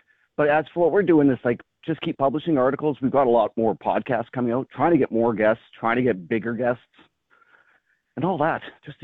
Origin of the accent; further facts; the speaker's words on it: Canada; Then the trucker hat, because I'm Canadian.